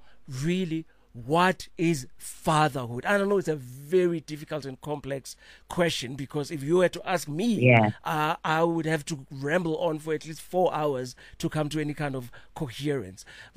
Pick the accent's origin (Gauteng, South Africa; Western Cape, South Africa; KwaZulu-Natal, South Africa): KwaZulu-Natal, South Africa; Hammarsdale; growing up in Hammersdale.